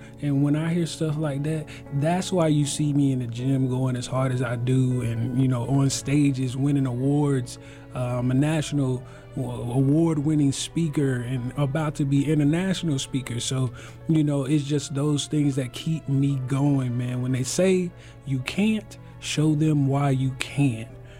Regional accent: Durham, North Carolina, United States; as y'all heard, professional resilience speaker and coach, and I am from Durham, North Carolina.

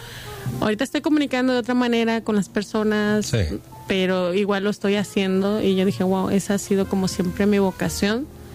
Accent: Mexico; moved away; Fíjate que cuando vengo yo de México, emigré a.

